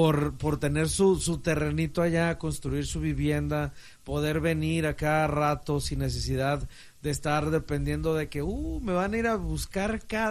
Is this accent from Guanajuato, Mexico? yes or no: yes; Guanajuato, Mexico; moved away; Que yo soy de más al sur, yo soy de Guanajuato.